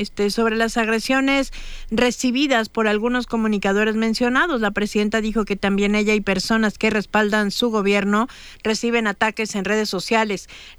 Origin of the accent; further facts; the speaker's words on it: Irapuato, Guanajuato, Mexico; Lo fuertes que somos los irapuatenses, lo resilientes que somos la gente de Irapuato, y que no hay nada que nos tumbe.